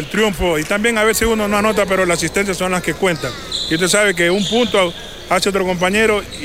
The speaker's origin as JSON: {"language": "Spanish", "town": "Pacayacu", "region": "Sucumbíos", "country": "Ecuador", "tie": "born there", "moved": "yes", "said": "a mi tierrita Pacayaco."}